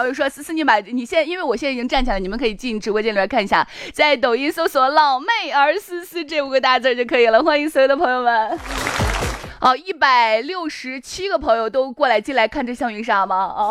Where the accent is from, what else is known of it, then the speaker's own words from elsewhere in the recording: Xi'an, Shaanxi, China; accent: Chang'an County dialect; 我正宗长安县人，你说我长安县方言不地道？笑话。我小时候经常因为普通话方言味太重而被那个同学揶揄。